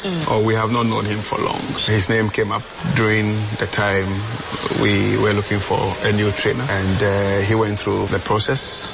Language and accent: English; Ghana; I'm a Ghanaian